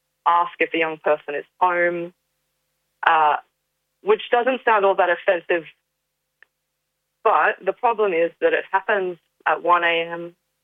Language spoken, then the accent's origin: English; New South Wales, Australia; I'm a Darug woman, where we're just, the Darug Nation's just west of Gadigal and Wangal country